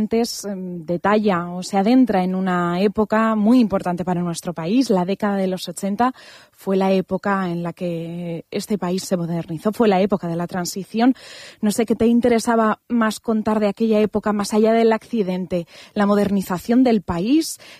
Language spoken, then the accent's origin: Spanish; Galicia, Spain; tanto tú como yo, gallego